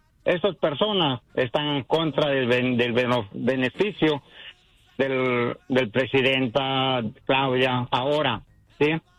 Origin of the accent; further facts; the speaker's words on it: Mexico; soy mexicano, sé cómo están las situaciones en México.